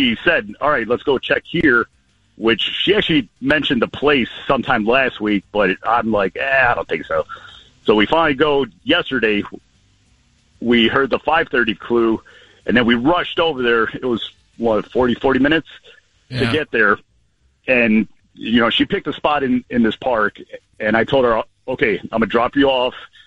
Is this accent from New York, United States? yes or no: yes; Lindenhurst, New York, United States; Lindenhurst.